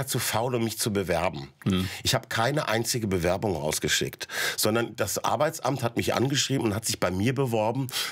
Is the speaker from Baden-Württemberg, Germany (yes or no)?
no; Essen, North Rhine-Westphalia, Germany; born there; moved away; also born or lived in Bavaria; ich bin in Essen geboren.